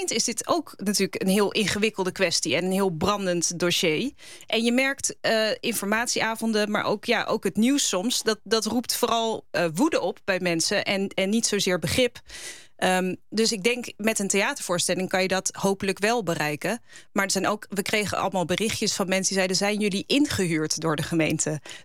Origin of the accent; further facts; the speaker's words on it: The Hague, South Holland, Netherlands; Ik kom zelf ook uit Moerwijk.